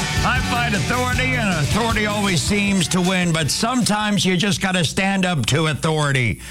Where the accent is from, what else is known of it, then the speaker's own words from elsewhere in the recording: Saskatchewan, Canada; I'm from Saskatchewan. That is Saskatchewan like Corner Gas and the Rough Riders.